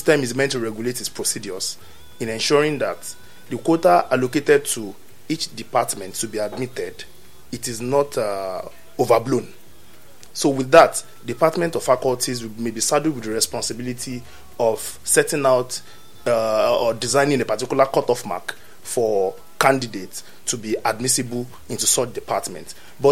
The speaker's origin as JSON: {"language": "English", "country": "Nigeria", "said": "as a Nigerian who to some extent is policy inclined."}